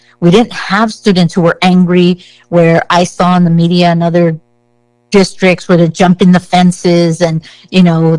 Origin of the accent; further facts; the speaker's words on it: Los Angeles, California, United States; moved away; I'm from Los Angeles, so I go back there a lot.